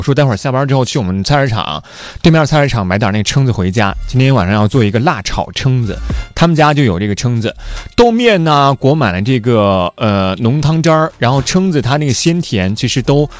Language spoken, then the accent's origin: Chinese; Hainan, China